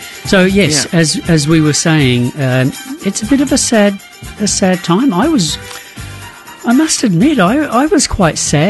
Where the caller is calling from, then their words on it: Queensland, Australia; I'm coming to you from Cubby Cubby Land, which is the Sunshine Coast.